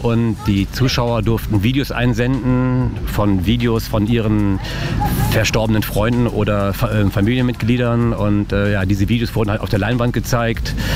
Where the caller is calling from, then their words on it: Cologne, North Rhine-Westphalia, Germany; ich komme aus Köln.